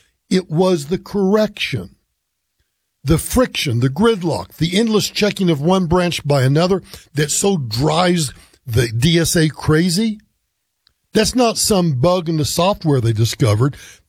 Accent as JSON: {"language": "English", "region": "Colorado", "country": "United States", "said": "Let me bring it home to my home state of Colorado."}